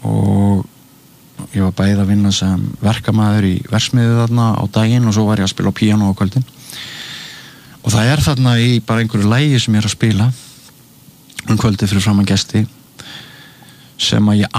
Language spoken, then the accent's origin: Icelandic; Mývatnssveit, Northeastern Region, Iceland; ég elst upp hann í Mývasveitinni, fer ungur í heimavistarskóla, svo til Akureyrar.